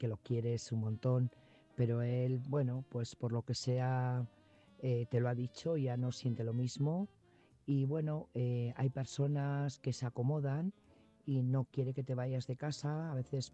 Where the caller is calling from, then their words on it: Burgos, Castile and León, Spain; Buenas noches … corresponsal de Burgos